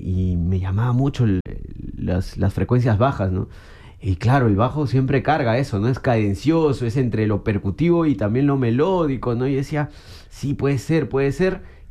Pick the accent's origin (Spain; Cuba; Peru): Peru; Lima; yo soy del Cono Norte, San Martín de Porres, y creo que es un espacio muy musical